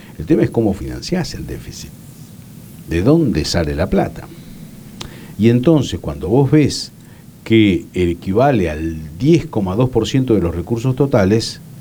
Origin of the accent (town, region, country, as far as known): Argentina